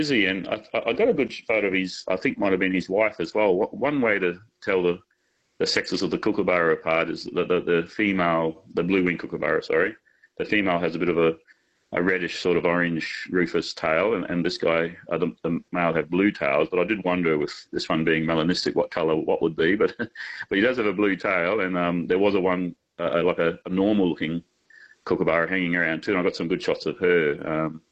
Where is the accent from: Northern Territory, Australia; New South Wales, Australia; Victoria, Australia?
Northern Territory, Australia; Darwin; In Darwin. I was born in Darwin.